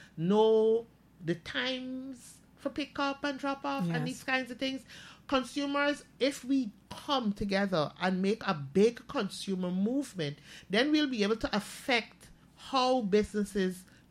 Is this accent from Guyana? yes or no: yes; Linden, Upper Demerara-Berbice, Guyana; I am from Linden